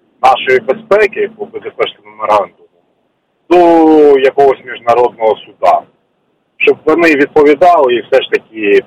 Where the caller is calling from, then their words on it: Cherkasy, Cherkasy Oblast, Ukraine; місто Черкаси.